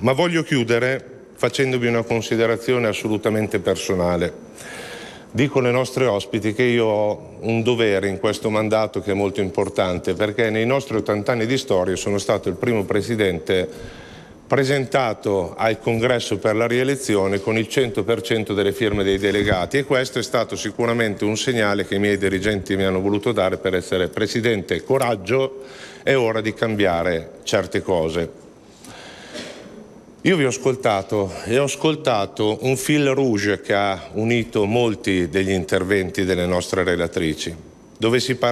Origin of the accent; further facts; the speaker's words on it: Emilia-Romagna, Italy; sono emiliano romagnolo e per me è fondamentale